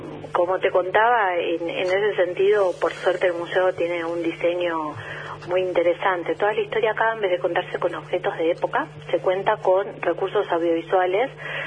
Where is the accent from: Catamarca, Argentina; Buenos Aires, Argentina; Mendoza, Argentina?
Buenos Aires, Argentina; now in Salta, Argentina; Yo siendo porteña, pandemia, entiendo esto que pasa, ¿no? Que uno desde otros lugares del país no conoce tanto la historia